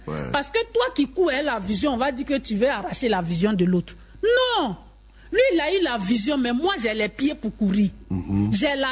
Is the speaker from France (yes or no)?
no; Côte d’Ivoire; Parce que chez nous en Afrique ici, comme je le disais tantôt, surtout en Côte d'Ivoire ici, une femme qui est divorcée ou bien qui a perdu son mari